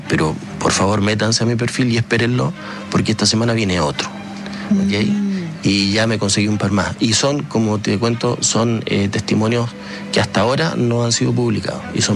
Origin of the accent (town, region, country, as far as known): Magallanes and Chilean Antarctica, Chile